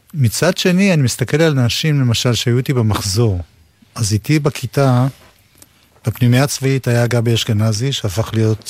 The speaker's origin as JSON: {"language": "Hebrew", "town": "Jerusalem", "region": "Jerusalem District", "country": "Israel", "said": "אני ירושלמי דרך אגב, אם כבר... שגם זה סוג של פריפריה."}